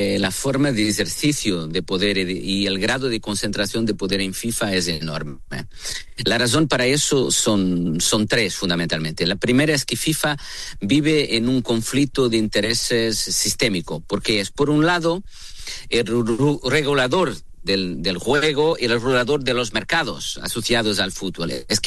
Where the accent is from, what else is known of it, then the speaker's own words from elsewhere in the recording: Portugal; yo soy europeo, soy portugués